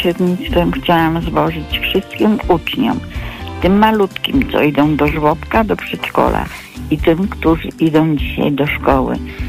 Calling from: Warsaw, Masovian Voivodeship, Poland; Stała słuchaczka … z Warszawy.

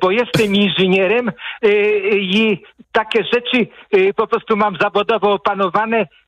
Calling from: Płock, Masovian Voivodeship, Poland; Ja jestem z Płocka

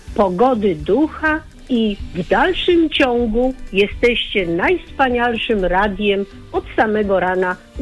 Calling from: Warsaw, Masovian Voivodeship, Poland; stała słuchaczka z Warszawy.

